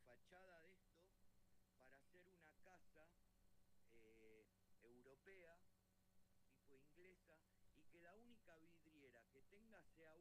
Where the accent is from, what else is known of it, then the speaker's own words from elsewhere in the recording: Santos Lugares, Buenos Aires Province, Argentina; Yo soy de Santos Lugares, que es del otro lado de la General Paz.